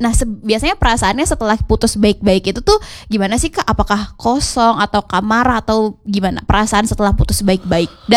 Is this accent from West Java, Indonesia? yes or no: yes; West Java, Indonesia; Kita sebagai orang Jawa Barat ya.